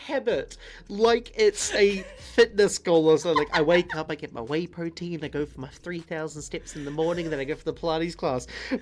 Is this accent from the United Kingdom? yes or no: no; New Zealand; Asking as a Kiwi